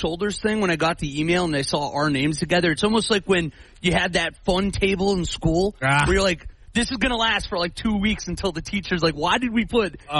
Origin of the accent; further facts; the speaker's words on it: Pittsburgh, Pennsylvania, United States; I'm from Pittsburgh, so I know there's some bias here